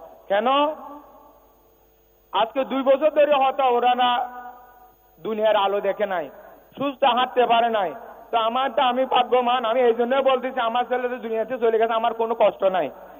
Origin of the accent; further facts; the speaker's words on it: Pekua, Chittagong Division, Bangladesh; আমার বাড়ি চট্টগ্রাম কক্সবাজার চকরিয়া পেকুয়া। বাংলাদেশের স্বরাষ্ট্রমন্ত্রী মাননীয় সালাউদ্দিন আহমদের বাড়ির পাশে আমার বাড়ি একদম কাছাকাছি।